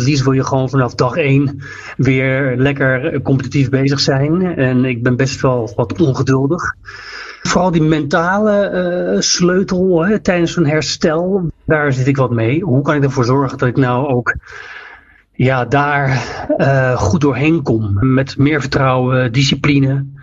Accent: Utrecht, Netherlands; Utrecht. Ja, ik woon in Utrecht.

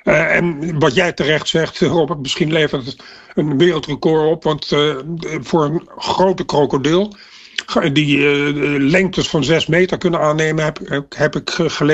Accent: Netherlands; daar moeten we natuurlijk heel erg blij mee zijn als Nederlanders.

